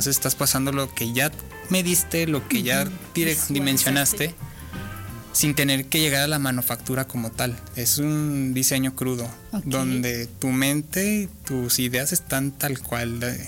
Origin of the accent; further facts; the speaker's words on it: Zacatecas, Mexico; Yo soy de Zacatecas.